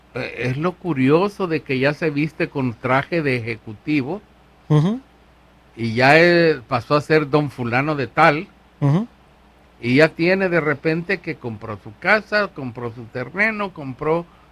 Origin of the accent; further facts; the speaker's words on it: El Salvador; moved away; En mi parroquia ahí del pueblecito de donde vengo en El Salvador